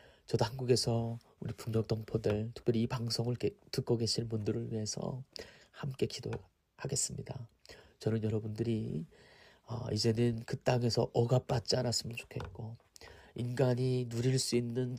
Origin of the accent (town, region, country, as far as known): North Korea; now in South Korea